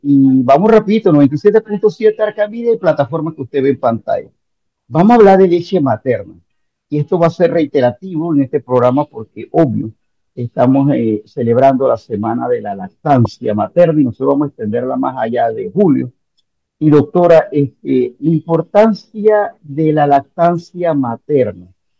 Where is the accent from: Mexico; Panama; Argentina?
Panama; vamos a hablar como buen panameño